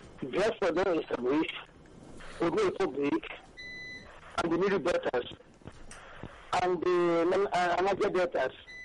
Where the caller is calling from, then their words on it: Agbara, Ogun, Nigeria; Yes, I'm coming from Agbara.